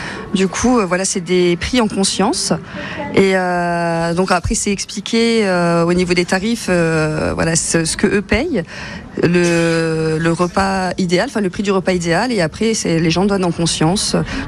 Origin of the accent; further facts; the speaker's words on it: Metz, Grand Est, France; je viens de Metz-Manny